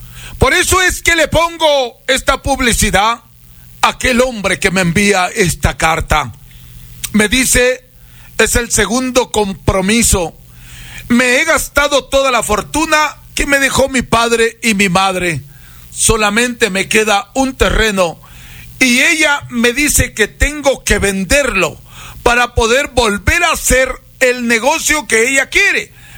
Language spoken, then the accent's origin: Spanish; Riobamba, Chimborazo, Ecuador; Y nosotros somos de Riobamba, querido hermanito de mi vida.